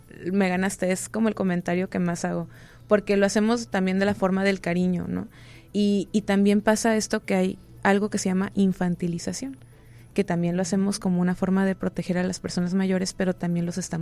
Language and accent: Spanish; Mexico; nosotros como mexicanos somos muy acogedores, somos muy de abrazar a la gente también